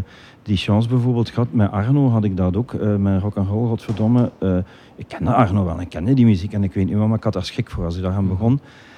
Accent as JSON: {"language": "Dutch", "country": "Belgium", "said": "We zijn daar als Belgen heel goed"}